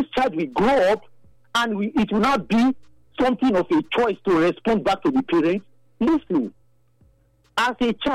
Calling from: Benin City, Edo, Nigeria; I'm calling from Benin.

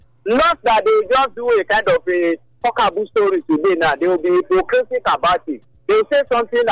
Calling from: Nigeria; I'm calling from Oselu Market.

